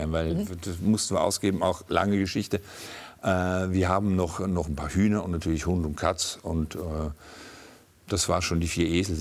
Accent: Switzerland; weil als Schweizer hast du das so in den Genen.

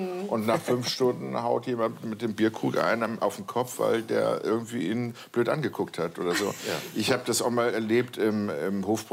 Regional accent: Kiel, Schleswig-Holstein, Germany; moved away as an adult; now in Munich, Germany; Nein, meine Heimat, ja, das ist tatsächlich Kiel am Meer, aber das ganze Erwachsenenleben war ich immer in München.

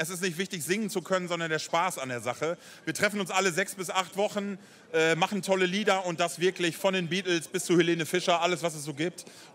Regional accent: Wesuwe, Lower Saxony, Germany; wir kommen alle aus dem Ort Vesuwe und das ist der plattdeutsche Begriff Vespe.

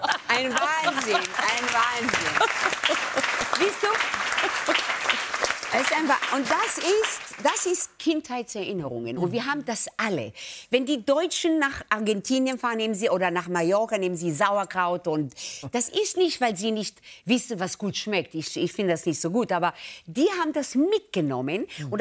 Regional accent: Israel; Das heißt, ich bin aufgewachsen mit der Weltküche. Mhm. Weil wir als Kinder in Israel sind draußen aufgewachsen.

